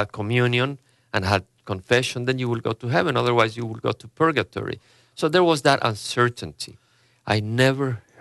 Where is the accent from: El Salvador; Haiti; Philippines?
El Salvador; moved away; I came to the United States as a result of my revolution, the revolution in El Salvador.